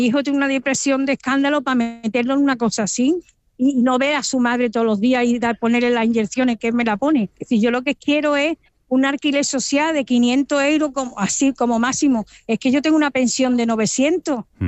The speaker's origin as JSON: {"language": "Spanish", "town": "Málaga", "region": "Andalusia", "country": "Spain", "said": "Si Málaga era maravillosa, soy una malagueña de pura cepa. Y de Málaga era un encanto."}